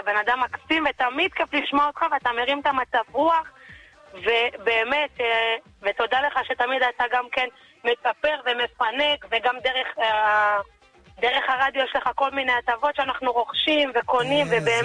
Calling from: Beit Shemesh, Jerusalem District, Israel; מבית שמש.

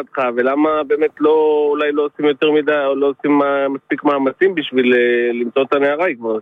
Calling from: Haifa, Haifa District, Israel

